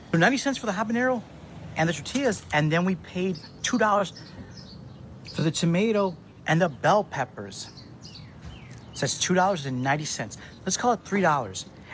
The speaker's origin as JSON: {"language": "English", "town": "Chicago", "region": "Illinois", "country": "United States", "said": "It's the tortilla. I'm from Chicago."}